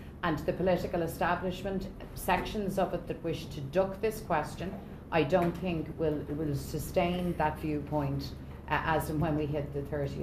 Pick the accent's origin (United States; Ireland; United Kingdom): Ireland; us as Irish people